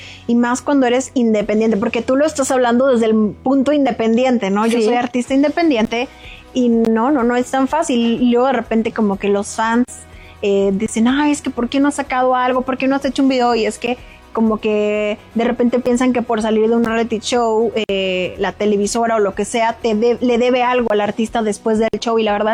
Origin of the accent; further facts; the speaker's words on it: Culiacán, Sinaloa, Mexico; Yo soy de Culiacán.